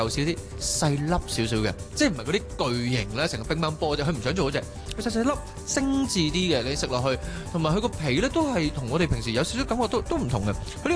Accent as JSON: {"language": "Cantonese", "country": "Hong Kong", "said": "我哋香港人"}